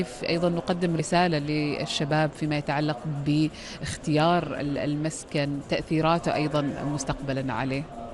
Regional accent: Oman

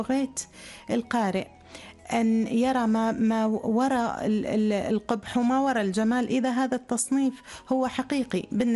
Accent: Oman; أنا كاتبة عمانية وصوت عماني

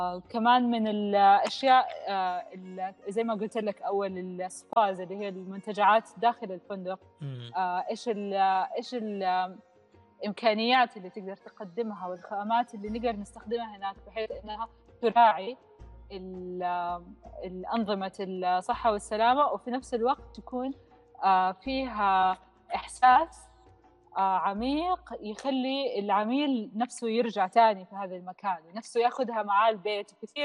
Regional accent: Jeddah, Makkah Province, Saudi Arabia; عندنا في جدة

